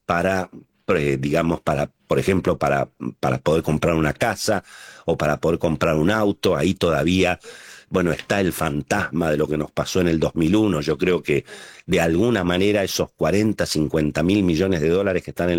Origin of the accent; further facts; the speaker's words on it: Buenos Aires, Argentina; Cada vez que los porteños salimos de Buenos Aires y vemos cómo viven en las principales ciudades del interior, nos sentimos, Nacho, realmente unos tarados, ¿no?